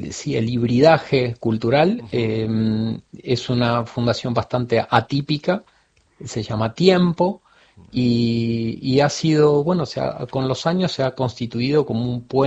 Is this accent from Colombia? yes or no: no; Buenos Aires, Argentina; born or raised there; also born or lived in United States / France